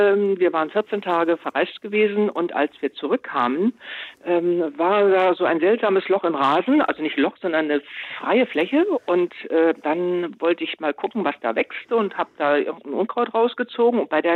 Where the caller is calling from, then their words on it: Lower Saxony, Germany; Ich rufe aus Niedersachsen an und wir wohnen in einem recht feuchten Gebiet.